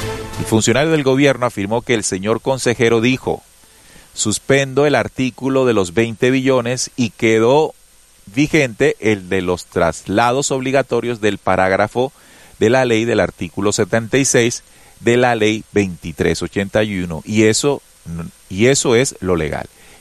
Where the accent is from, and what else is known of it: Colombia